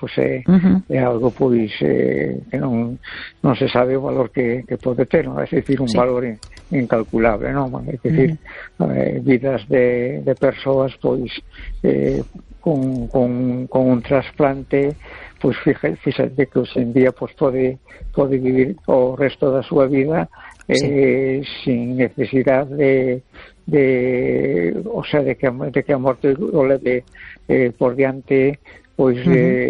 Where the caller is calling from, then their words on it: A Coruña, Galicia, Spain; de La Coruña.